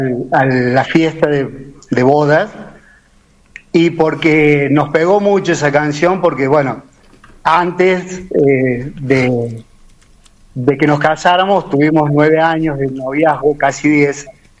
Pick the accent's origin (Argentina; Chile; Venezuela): Argentina; Merlo, San Luis; born there; now in San Luis, Argentina; amo Merlo, nací en Merlo, bueno, ahora vivo en San Luis, capital, pero bueno, siempre hermoso Merlo